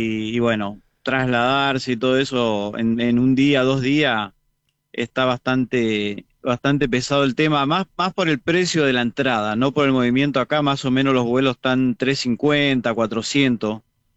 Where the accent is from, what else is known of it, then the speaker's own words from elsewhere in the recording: Goya, Corrientes, Argentina; now in Atlanta, United States; soy de Goya, Corrientes, y vivo acá en Atlanta hace 25 años.